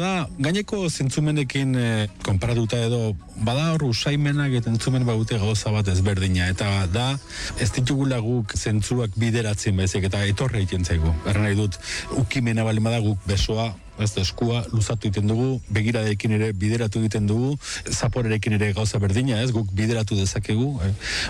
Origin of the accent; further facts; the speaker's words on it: Bera, Navarre, Spain; also born or lived in Lesaka; Lezakarra naiz jaiotzez, Beratarra etxez edo